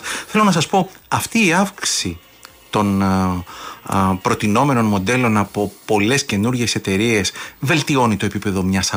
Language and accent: Greek; Greece; Εμείς οι ίδιοι ως Έλληνες την βυθίσαμε